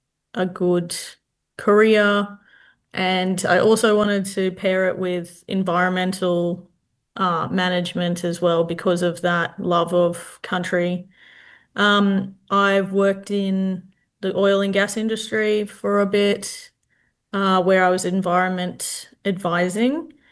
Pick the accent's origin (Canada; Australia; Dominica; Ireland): Australia; Western Australia; born there; also born or lived in Fitzroy River; now in Noongar country, Australia; I grew up in the Kimberley in lots of little towns and remote communities that really shaped how I saw the world. I was lucky enough to grow up on the Mardawarra, you know, Fitzroy River for a bit